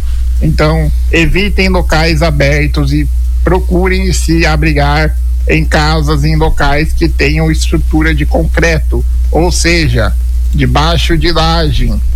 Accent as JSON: {"language": "Portuguese", "town": "Caraguatatuba", "region": "São Paulo", "country": "Brazil", "tie": "born or raised there", "said": "é um cidadão caraguatatubense raiz. Eu moro e nasci em Caraguatatuba."}